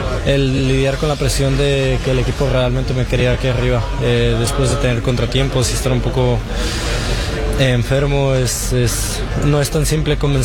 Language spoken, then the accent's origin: Spanish; Mexico; yo también nunca esperé ser amigo de un esloveno siendo mexicano